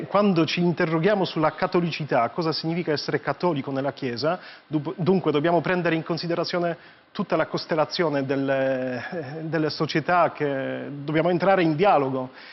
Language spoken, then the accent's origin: Italian; Poland; now in Rome, Italy; Io sono dalla Polonia, dunque Papa Giovanni Paolo II diceva che è un paese lontano, no? Mm. Però quando sono arrivato qua a Roma